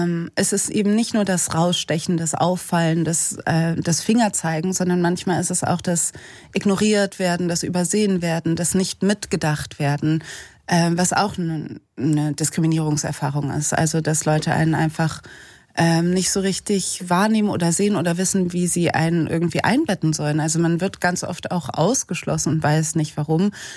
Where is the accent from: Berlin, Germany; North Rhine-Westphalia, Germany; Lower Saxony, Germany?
North Rhine-Westphalia, Germany; Cologne; Und ich bin in Köln aufgewachsen als Kind von einer Afroamerikanerin und einem Vater aus Düsseldorf, einen weißen Deutschen.